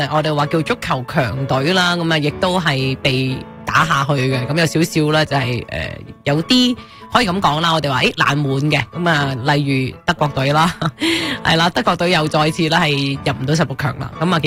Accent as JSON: {"language": "Cantonese", "country": "Hong Kong", "moved": "yes", "said": "我哋嚟自香港嘅都会睇得多啲啦"}